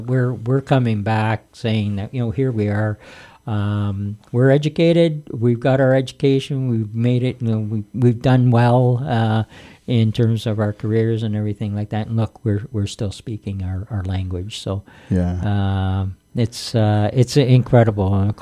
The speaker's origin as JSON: {"language": "English", "country": "Canada", "said": "we come from Canada and going to Sicily, whether it's in Rakamuto or in Catania or in the people that you talk to, they're just amazed at the fact that we speak Sicilian."}